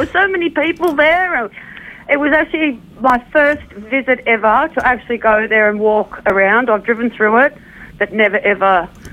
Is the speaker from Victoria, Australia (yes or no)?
no; Tamworth, New South Wales, Australia; now in Austinville, Australia; Austinville. I'm from Tamworth originally, and I'm living in Austinville